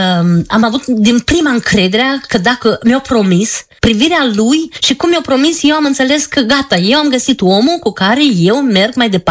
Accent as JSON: {"language": "Romanian", "town": "Bravicea", "region": "Călărași District", "country": "Moldova", "tie": "born or raised there", "moved": "yes", "lives_now": "Cluj, Romania", "said": "dragostea față de satul meu, peste Bravicea."}